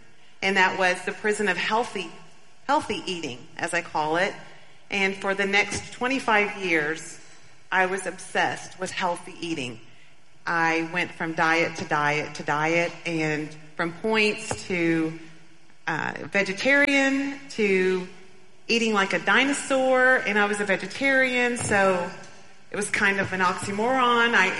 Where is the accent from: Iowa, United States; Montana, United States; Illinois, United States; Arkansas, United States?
Arkansas, United States; Bentonville; Well, I grew up in Bentonville, Arkansas.